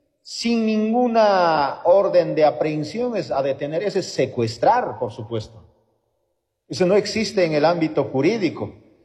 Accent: Potosí, Bolivia; moved away; Yo cuando era chango, recuerdo

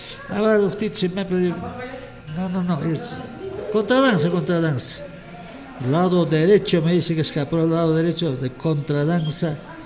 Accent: Acomayo province, Cusco, Peru; La provincia de Paruro tiene mucho en común con mi provincia de Acomayo.

